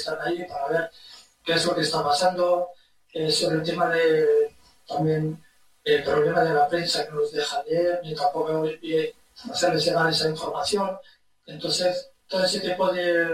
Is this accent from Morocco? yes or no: yes; Rif, Morocco; moved away; soy del norte, de Rifi, especialmente, soy de la zona de Rifi y Refino, de Visa.